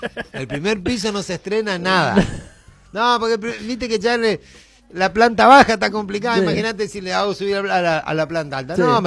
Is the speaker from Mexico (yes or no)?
no; Argentina; nosotros, como somos argentinos